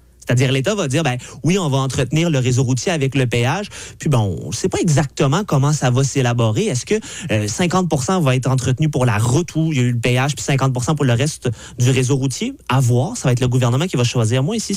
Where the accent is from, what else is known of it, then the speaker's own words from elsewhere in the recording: Quebec, Canada; on a une réflexion parfois en tant que Québécois où on se dit, mon Dieu, il ne faut pas que ce soit le profit.